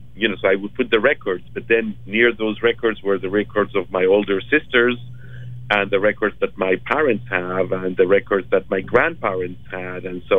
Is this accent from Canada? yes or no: no; Argentina; English is a second language; also born or lived in Israel; Well, I grew up in between Argentina and Israel, back and forth. I was born in Argentina, then lived for about 9 years in Israel, and mm-hmm. then I got back to Argentina